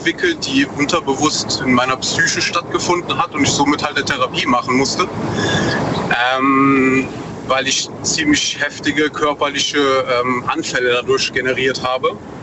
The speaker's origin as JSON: {"language": "German", "region": "North Rhine-Westphalia", "country": "Germany", "said": "Aus der Eifel. NRW"}